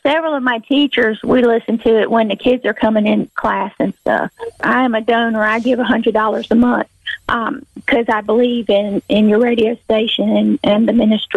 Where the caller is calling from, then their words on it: Mississippi, United States; I'm calling from Mississippi